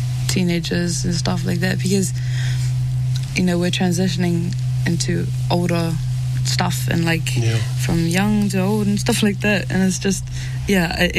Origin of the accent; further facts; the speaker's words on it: Salailua, Samoa; now in New Zealand; I am 13 years old. I am a Samoan European, aka Afakasi, guys. I am from Siuta Salailua and Sa Po'oi Falealili.